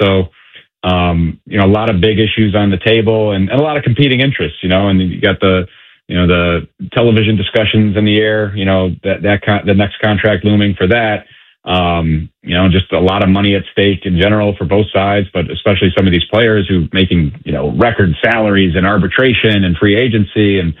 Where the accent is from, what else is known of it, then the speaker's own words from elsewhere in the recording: Cleveland, Ohio, United States; You know, I grew up in Cleveland